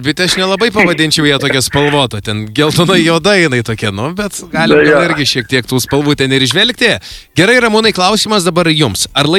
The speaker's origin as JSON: {"language": "Lithuanian", "town": "Klaipėda", "region": "Klaipėda County", "country": "Lithuania", "said": "Na, mes klaipėdiečiai buvom čia praėjusiais metais"}